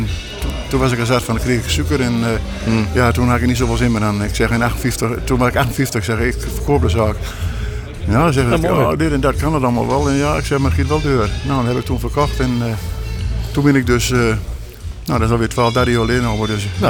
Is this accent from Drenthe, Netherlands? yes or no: yes; Grollo, Drenthe, Netherlands; born there; Ja, ik ben in 1945 geboren in Grollo. Mijn vader, die had een... mijn vader en moeder, die had een smederij.